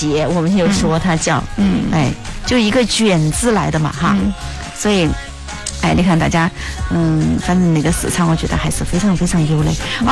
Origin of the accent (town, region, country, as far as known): China